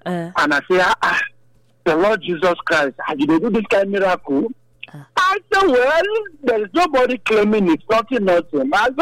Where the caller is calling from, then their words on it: Papua New Guinea; Calling from New Guinea at the moment.